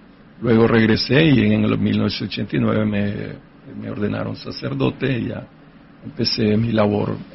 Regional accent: Managua, Nicaragua; Yo soy de Managua, Nicaragua, nací en 1963, tengo 61 años de edad.

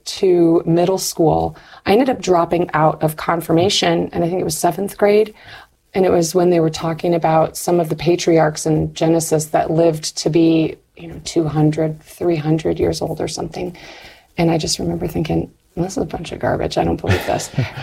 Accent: Marquette, Michigan, United States; Well, so I'm from Upper Michigan, Marquette, Michigan, the UP. I'm a Uper.

